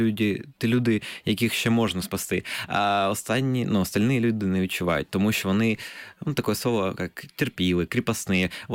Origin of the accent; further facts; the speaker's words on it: Zaporizhzhia, Zaporizhzhia Oblast, Ukraine; born there; мені повезло, я народився в Запоріжжі і я був в реєстрах.